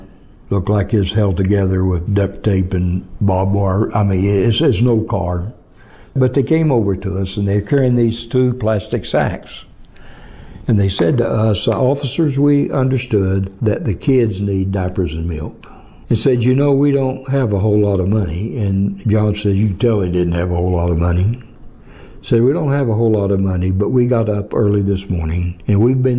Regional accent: Arkansas, United States

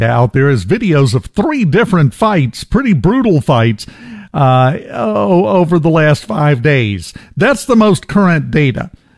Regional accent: Macomb, United States; born there; I was born in Macomb in 1967 in the old city hospital downtown, the big abandoned building now.

